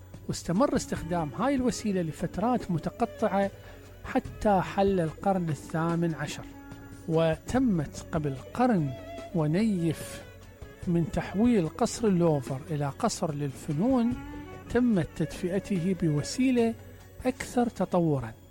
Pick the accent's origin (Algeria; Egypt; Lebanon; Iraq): Iraq; Basra, Basra Governorate; احنا عندنا بالبصرة